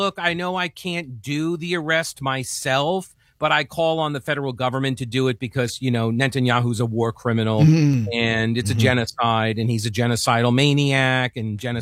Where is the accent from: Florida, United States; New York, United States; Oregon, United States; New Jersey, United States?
New York, United States; moved away; I am originally from New York